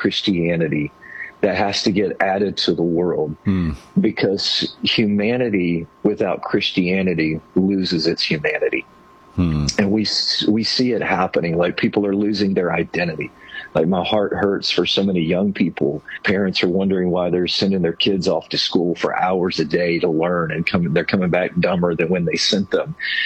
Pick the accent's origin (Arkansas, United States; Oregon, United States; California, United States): Arkansas, United States; I grew up in Arkansas, so you know, if there was a Southern translation of the Bible, it would translate it, y'all are the salt of the earth.